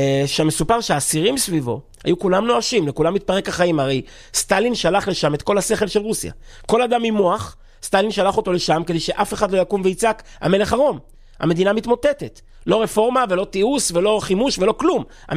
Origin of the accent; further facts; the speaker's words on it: Kfar Chabad, Central District, Israel; גדלנו שנינו בכפר חב"ד